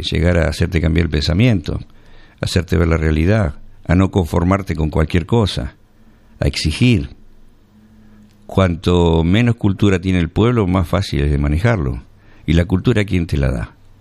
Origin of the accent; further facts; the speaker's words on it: Argentina; los argentinos seamos más de lo que somos